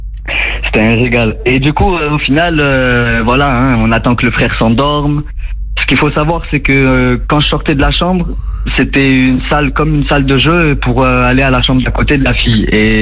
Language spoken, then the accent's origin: French; Nice, Provence-Alpes-Côte d'Azur, France; Moi, je suis de Nice, donc ils ont dû partir à la Timone pendant 2 semaines.